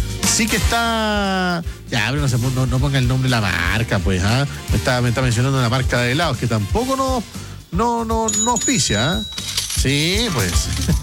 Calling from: Viña del Mar, Valparaíso, Chile

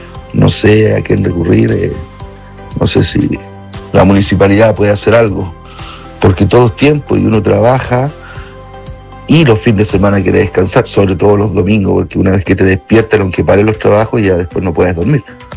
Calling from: Chile; Soy de la Villa Galilea

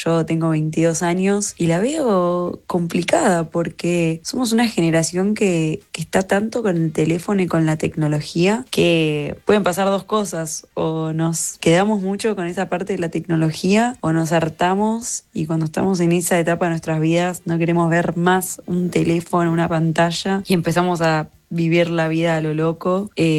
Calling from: San Isidro, Buenos Aires Province, Argentina; de San Isidro.

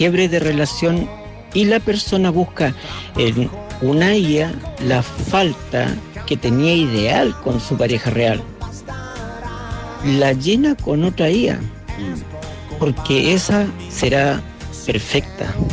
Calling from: Parral, Maule, Chile; de Parral.

